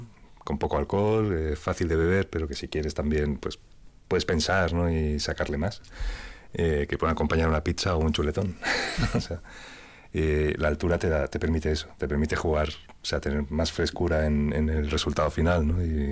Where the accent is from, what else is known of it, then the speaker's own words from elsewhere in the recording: Tarragona, Catalonia, Spain; como soy catalán, soy de Tarragona